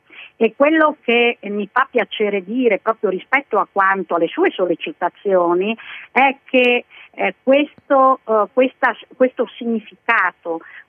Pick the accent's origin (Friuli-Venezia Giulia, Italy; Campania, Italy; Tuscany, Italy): Friuli-Venezia Giulia, Italy; di muradors, come giustamente si dice dalle nostre parti